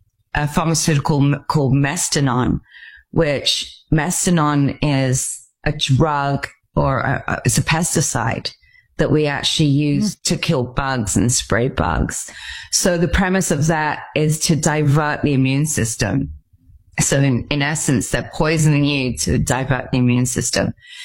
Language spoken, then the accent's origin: English; Stratford-upon-Avon, West Midlands, United Kingdom; I decided to leave Mexico go back to England because I'm obviously from Stratford-upon-Avon in England. You can tell by my accent. And so I decided to go home to England